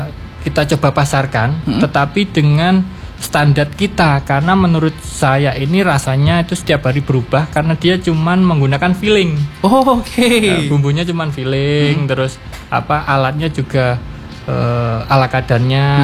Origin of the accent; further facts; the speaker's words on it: Semarang, Central Java, Indonesia; kita warga Semarang